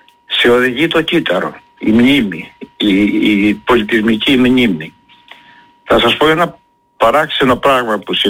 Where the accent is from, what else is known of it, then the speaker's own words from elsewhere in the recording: Crete, Greece; όπου και βρεθώ, όχι μόνο στην Κρήτη δηλαδή, λέω είμαι Έλληνας. Πρώτα απ' όλα είμαι κριτικός.